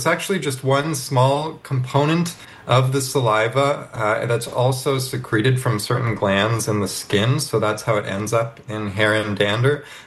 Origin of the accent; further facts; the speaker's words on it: Toronto, Ontario, Canada; So I've been allergic to dogs my entire life. I grew up in Toronto, actually, and in Canada, and my family could never have a dog because of my allergies.